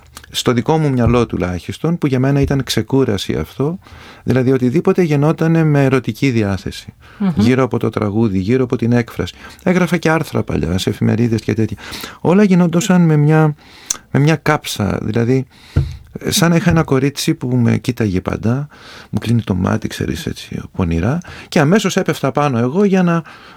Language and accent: Greek; Mytilene, North Aegean, Greece; Λέω Μυτιλίνη. Να λες ότι είμαι Μυτιλινιός, όχι ότι είμαι Έλληνας.